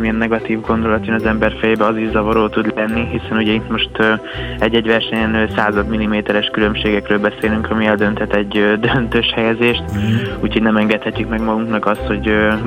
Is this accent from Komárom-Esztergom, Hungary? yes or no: yes; Komárom, Komárom-Esztergom, Hungary; moved away as an adult; now in Budapest, Hungary; Igen, ott születtem, ott nevelkedtem, és nem olyan régen kerültem fel egyébként Budapestre, de hát azt elmondhatom, hogy a szívem az sokszor hazahúz, és nagyon szeretem Komáromot.